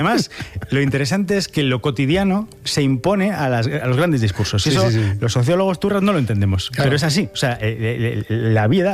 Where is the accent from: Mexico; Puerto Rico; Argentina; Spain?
Spain; Soria, Castile and León; somos de Soria de corazón, Soristas